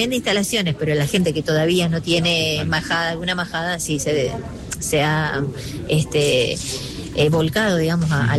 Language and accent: Spanish; Entre Ríos, Argentina; Nosotros somos de el paraje Espinillo Norte, que se encuentra a 27 kilómetros de la ciudad de Paraná.